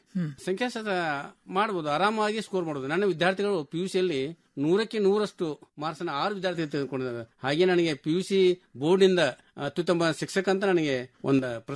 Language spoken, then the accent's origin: Kannada; Chunchanur, Karnataka, India; moved away as an adult; also born or lived in Madisopura, Gokak taluk, Belagavi district; now in Dharwad, India; ಮುಂದೆ ನಾನು ಹೈಸ್ಕೂಲ್ ಅನ್ನು, ಪ್ರಾಥಮಿಕ ಶಾಲೆಯನ್ನು ಚುಂಚನೂರಲ್ಲಿ ಮುಗಿಸಿ